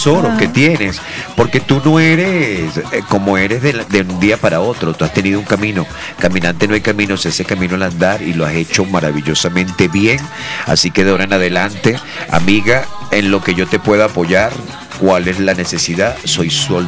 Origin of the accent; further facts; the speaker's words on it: Venezuela; Soy venezolano, así que un saludo bien grande para esas venezolanas y esos venezolanos en este día.